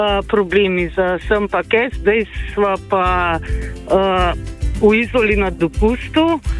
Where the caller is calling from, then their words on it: Tržič, Upper Carniola, Slovenia; mi dva sva iz Tržiča, ta si pa iz Maribora